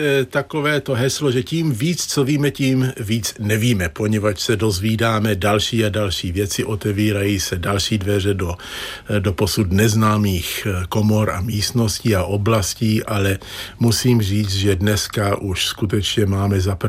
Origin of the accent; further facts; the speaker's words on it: India; moved away; also born or lived in United States; No, když jsem byl malý, tak jsem vyrůstal v Indii